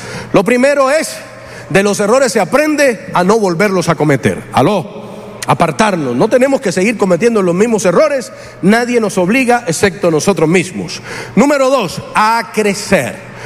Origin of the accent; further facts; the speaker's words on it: Colombia; La mayoría de nosotros que somos nacidos aquí en Latinoamérica, en Colombia, somos mestizos.